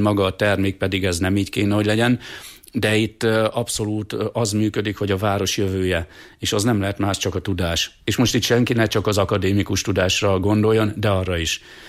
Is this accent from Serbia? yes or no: no; Hungary; magyarok vagyunk